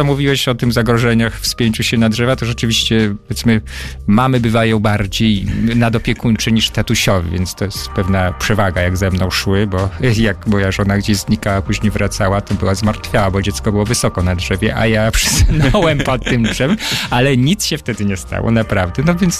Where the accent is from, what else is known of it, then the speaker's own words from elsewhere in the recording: Bielsk Podlaski, Podlaskie Voivodeship, Poland; moved away; wychowaliśmy się w Bielsku Podlaskim. Do trzeciego roku życia mieszkaliśmy w tym samym bloku.